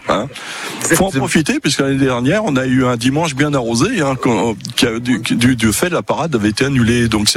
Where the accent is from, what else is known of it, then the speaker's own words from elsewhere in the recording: Saint-Pierre-de-Chandieu, Auvergne-Rhône-Alpes, France; Et puis, on vient de Saint-Pierre-de-Chandieu, donc. Et Saint-Pierre-de-Chandieu, aussi connu pour un carnaval assez important et qui se déroule au première quinzaine de mars.